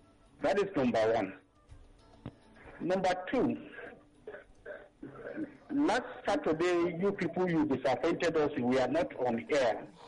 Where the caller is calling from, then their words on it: Jos, Plateau, Nigeria; I'm calling from Jos.